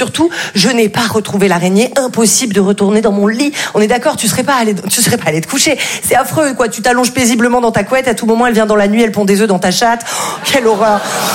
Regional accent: Val-de-Blore, Provence-Alpes-Côte d'Azur, France; moi je viens d'un tout petit village qui s'appelle Val-de-Blore. Vous connaissez ? Non, évidemment. Personne ne connaît Val-de-Blore.

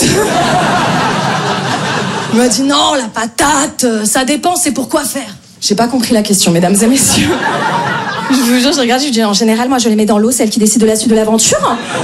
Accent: Paris, Île-de-France, France; Moi je viens de Paris.

